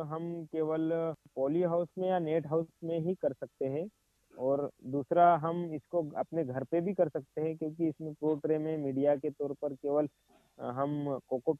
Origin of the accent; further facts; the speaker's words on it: Madhya Pradesh, India; हमारे निमाड़ में या हमारे जिले में